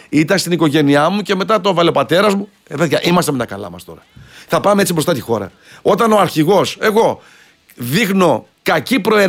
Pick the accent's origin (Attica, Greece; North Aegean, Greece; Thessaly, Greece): Thessaly, Greece; Vyzitsa; Είμαστε και συντοπίτες από το Πύλιο